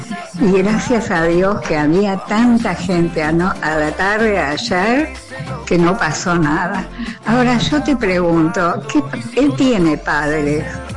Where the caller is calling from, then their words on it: Buenos Aires, Argentina; de Colegiales.